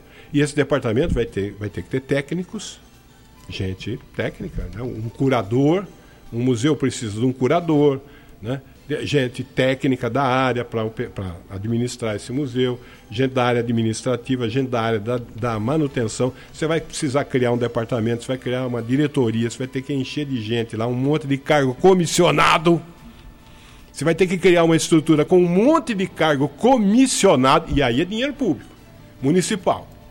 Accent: São Paulo, Brazil; Porque nós somos aqui do interior do estado de São Paulo, e eu me incluo, porque eu sou um cidadão do interior do estado de São Paulo, nós somos caipiras, nós não somos sertanejos.

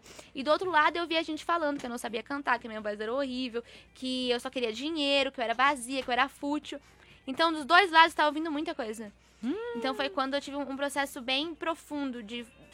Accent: São Paulo, Brazil; born there; Sim, já em São Paulo. Eu nasci aqui em São Paulo, né?

